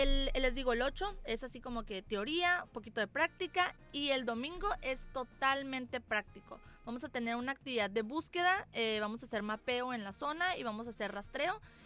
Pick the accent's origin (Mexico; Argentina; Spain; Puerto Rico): Mexico; Como ciudadanos, como mexicanos